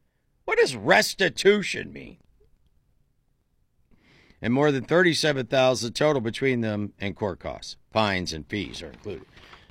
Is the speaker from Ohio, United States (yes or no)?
yes; Dover, Ohio, United States; my hometown of Dover, Ohio.